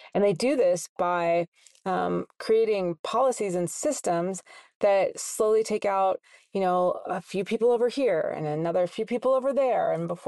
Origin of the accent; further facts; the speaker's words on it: Indianapolis, Indiana, United States; I'm from Indianapolis, Indiana, and I can't vote by mail until I'm 65 years old.